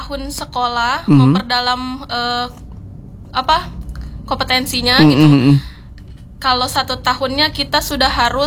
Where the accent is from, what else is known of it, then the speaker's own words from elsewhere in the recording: Sukabumi, West Java, Indonesia; moved away as an adult; now in Bandung, Indonesia; Asli saya asli Sukabumi, tapi karena alhamdulillah baru menikah di bulan Maret kemarin, jadi sekarang udah tinggal di Bandung.